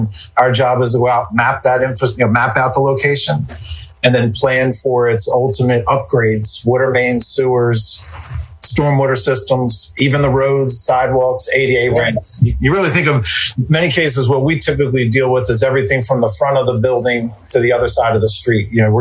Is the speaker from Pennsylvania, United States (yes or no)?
yes; Chester, Pennsylvania, United States; born there; I was born in Chester. That's where my family's from.